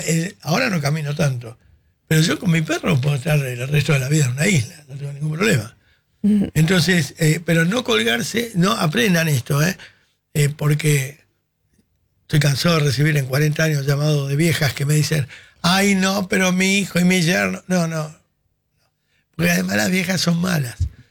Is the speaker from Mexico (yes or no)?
no; Béccar, Buenos Aires Province, Argentina; Yo me crié en el Club Social Becar con Guillermo Francella.